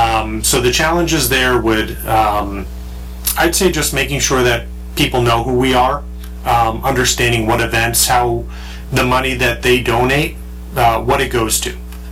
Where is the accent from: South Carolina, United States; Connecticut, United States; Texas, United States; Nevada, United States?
Connecticut, United States; moved away as an adult; growing up in Connecticut, it's very different.